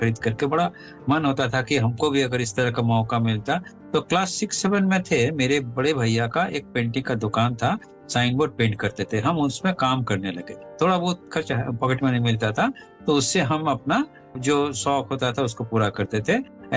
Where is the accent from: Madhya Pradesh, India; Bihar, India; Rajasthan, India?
Bihar, India; Dehri; एक छोटा सा जगह है डेहरी-ओन-सोन, ये रोहतास डिस्ट्रिक्ट में है ये डेहरी-ओन-सोन, और मेरा जन्म वही हुआ। मेरा बचपन वहीं बीता, पढ़ाई लिखाई भी वहीं हुआ, कॉलेज भी वहीं किए हम। और बचपन में जो डेहरी-ओन-सोन का एरिया है वो बिल्कुल गांव जैसा रहा है